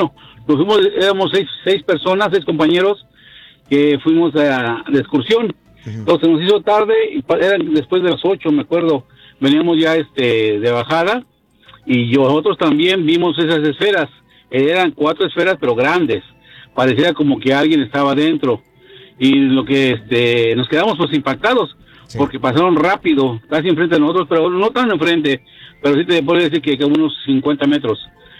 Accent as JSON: {"language": "Spanish", "town": "Cuautla", "region": "Morelos", "country": "Mexico", "tie": "born or raised there", "said": "yo soy oriundo de Cuautla, Morelos"}